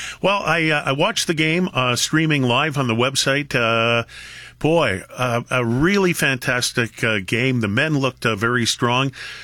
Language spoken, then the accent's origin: English; St. Catharines, Ontario, Canada; Well, I'm from St. Catharines.